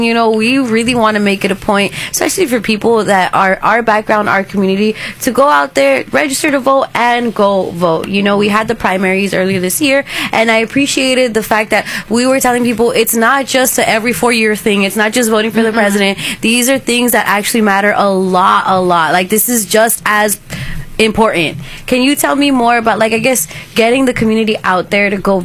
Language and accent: English; Los Angeles, California, United States; being from L.A., some of us are from, you're from the South Bay, Whittier, we're from the Valley area.